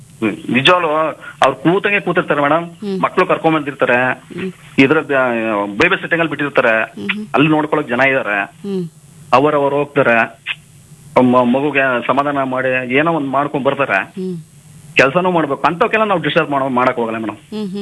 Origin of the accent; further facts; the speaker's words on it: Maddur, Karnataka, India; now in Bengaluru, India; ನಮ್ಮೂರು ಮಂಡ್ಯ ಜಿಲ್ಲೆ ಮದ್ದೂರು ತಾಲೂಕು. ಮದ್ದೂರು ತಾಲೂಕು ನಗರ ಕೆರೆ ಗ್ರಾಮ ನಮ್ದು.